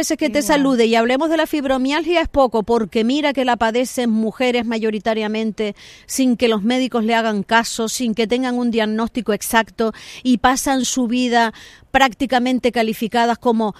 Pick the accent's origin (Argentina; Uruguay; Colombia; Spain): Spain; Canary Islands; No soy votante de Coalición Canaria, pero soy canaria y las instituciones se merecen un respeto.